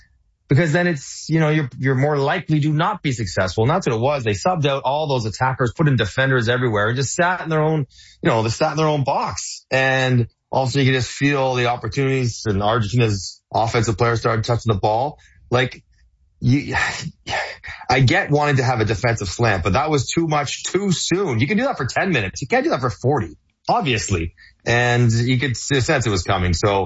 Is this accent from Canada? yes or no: yes; Canada; I'm Canadian, not English